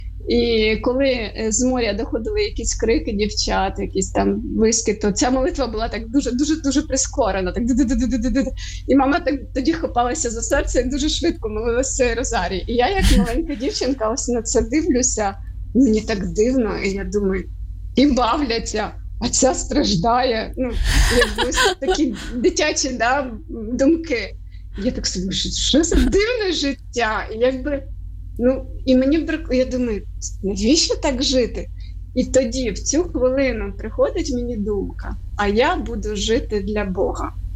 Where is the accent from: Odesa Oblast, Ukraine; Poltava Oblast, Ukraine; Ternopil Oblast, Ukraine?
Odesa Oblast, Ukraine; Chornomorsk; Так, я народилася в місті Іллічівськ, на той момент зараз це Чорноморськ.